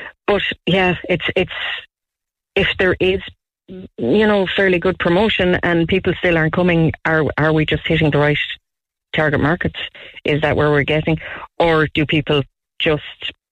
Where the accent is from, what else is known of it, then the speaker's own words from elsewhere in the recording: County Clare, Ireland; growing up in the East Clare North Tip region, we always kind of felt like the forgotten cousin in years gone